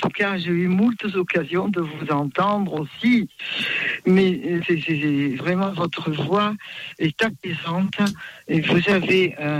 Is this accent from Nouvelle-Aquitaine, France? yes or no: yes; Poitiers, Nouvelle-Aquitaine, France; born or raised there; now in Marseille, France